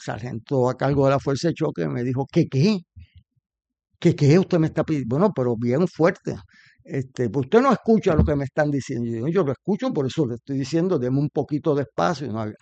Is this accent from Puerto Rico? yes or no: yes; San Juan, Puerto Rico